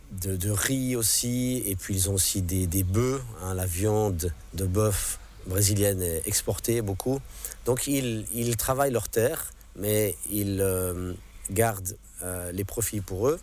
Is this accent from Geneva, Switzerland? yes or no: yes; Geneva, Switzerland; born there; first language English; French is a second language; moved away as an adult; also born or lived in United States; Moi, je suis né à Genève, mais ayant grandi avec ma mère anglophone, eh bien, ma langue maternelle est l'anglais. Donc ça, c'est très pratique d'avoir l'anglais dès la naissance. J'ai ensuite appris le français à l'école.